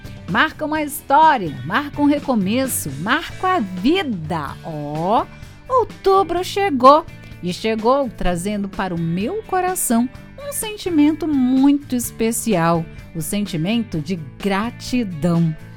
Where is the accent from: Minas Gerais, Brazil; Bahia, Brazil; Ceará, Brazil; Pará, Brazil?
Pará, Brazil; Rurópolis; Eu venho lá de Rurópolis, de coração na Amazônia